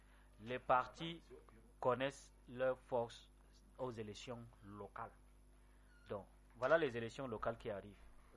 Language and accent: French; Cameroon; Nous sommes Camerounais.